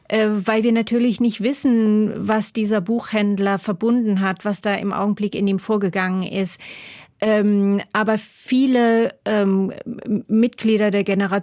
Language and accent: German; Saarland, Germany; Ich komme aus dem Saarland. Also wir sind wohnen direkt an der Grenze dort unten. Meine Familie, das heißt, wir war immer in intensiver Kontakt mit Frankreich auch da.